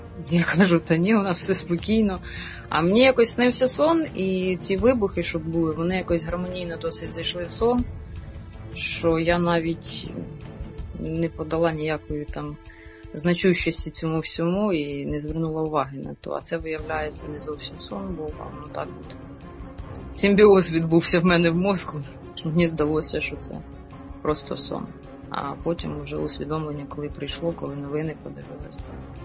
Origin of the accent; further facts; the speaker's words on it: Dnipro, Dnipropetrovsk Oblast, Ukraine; Я сама з Дніпра.